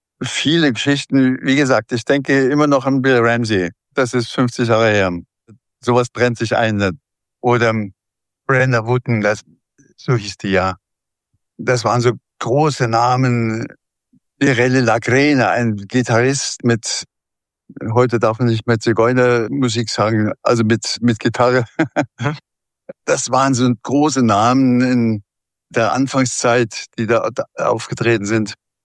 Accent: Bavaria, Germany; also born or lived in Munich; now in Wiesbaden, Germany; Ich bin ein Bayer und bleibe Bayer.

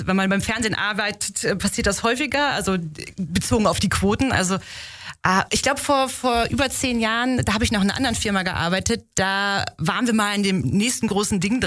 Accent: Haselünne, Lower Saxony, Germany; Ich bin in Haselünde im Emsland geboren. Ich bin stolze Emsländerin und ja, das ist ein schöner Landkreis

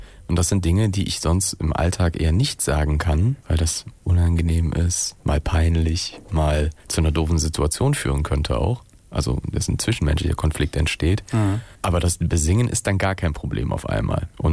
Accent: Düren district, North Rhine-Westphalia, Germany; now in Cologne, Germany; Ich bin im Kreis Düren groß geworden und bin da immer noch sehr, sehr gerne, habe da einen Großteil meiner Freunde

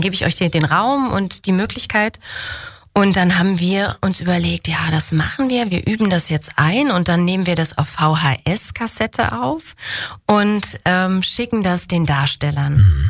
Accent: Spandau, Berlin, Germany; als ich in Potsdam studiert habe und ich dann gesagt habe, dass ich aus Spandau komme und dann hieß es so, oh, ist aber was ganz Besonderes hier.

